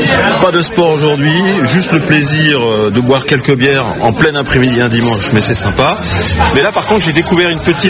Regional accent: Grand Est, France; moi je viens des Vosges.

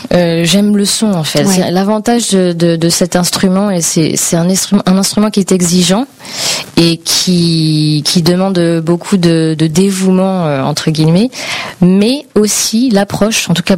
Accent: Île-de-France, France; born there; Moi, je suis née en Île-de-France dans le 94. Mais vu qu'on a beaucoup déménagé de par le métier de mon papa, mes racines et mes ressources, ça a toujours été là-bas.

